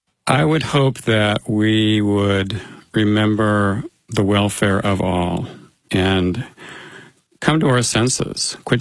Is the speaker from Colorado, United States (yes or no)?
yes; Denver, Colorado, United States; When I grew up in Denver in the 1950s, all seemed relatively glorious.